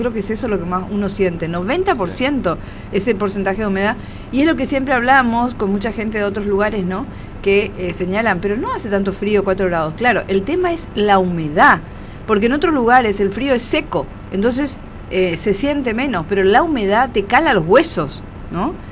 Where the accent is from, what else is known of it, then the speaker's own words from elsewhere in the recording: Argentina; somos argentinos